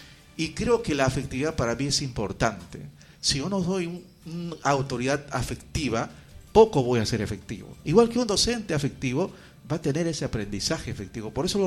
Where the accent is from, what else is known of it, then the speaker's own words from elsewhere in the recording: Rioja, San Martín, Peru; born there; also born or lived in Tocache; En Tocache yo también viví, pero yo no soy de Tocache, yo nací en Rioja. Pero me siento más tocacheno que cualquier persona que vivió en Tocache.